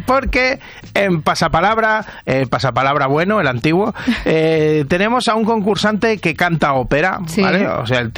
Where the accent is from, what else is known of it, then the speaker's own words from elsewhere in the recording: Galicia, Spain; en la zona de Ourense también, que soy gallego yo.